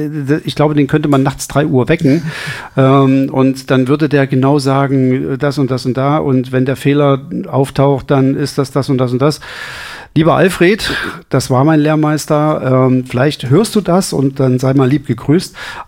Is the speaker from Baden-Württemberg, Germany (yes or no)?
no; Altenburg, Thuringia, Germany; Dann gucken wir mal in Altenburg, in meiner Heimatstadt.